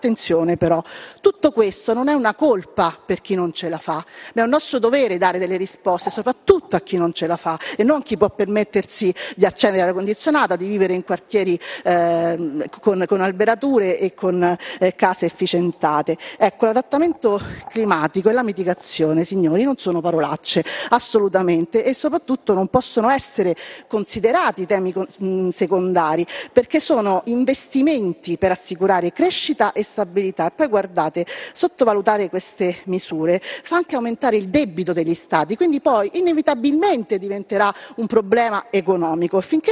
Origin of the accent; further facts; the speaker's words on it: Lazio, Italy; anche la mia terra, la Ciociaria